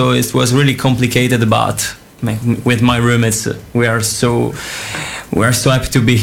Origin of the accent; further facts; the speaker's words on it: Italy; English is a second language; I'm from Italy, and I come to Dubrovnik